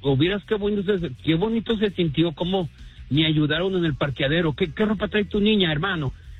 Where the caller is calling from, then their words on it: Tijuana, Baja California, Mexico; de Tijuana. Otra vez de Tijuana.